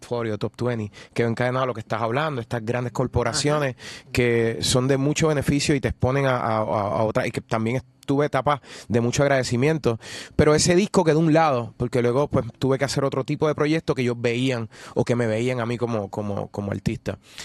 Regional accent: Yabucoa, Puerto Rico; also born or lived in Humacao; yo me crié en Yabucoa, cerquita ahí de Humacao, de la familia de mi papá es de Humacao también. Entonces, entre Yabucoa y Humacao hice lo que fue mi infancia

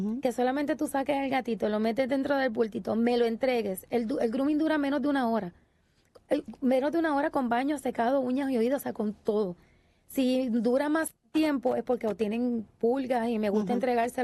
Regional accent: Bayamón, Puerto Rico; Yo soy de Bayamón, pero yo hago rutas por pueblo.

